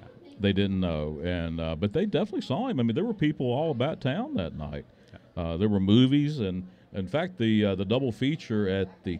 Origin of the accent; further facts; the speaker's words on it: Bristol, Tennessee, United States; I'm from Tennessee. I'm a Bristol, Tennessee